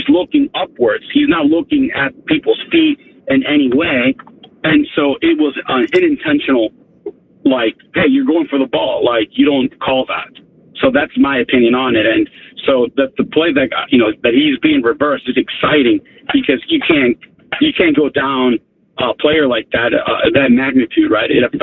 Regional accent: Guatemala; like how we call it in my parents' country, which I'm from Guatemala.

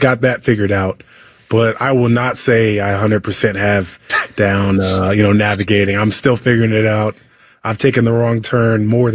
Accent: Maryland, United States; I grew up in Maryland. We get some similar weather there.

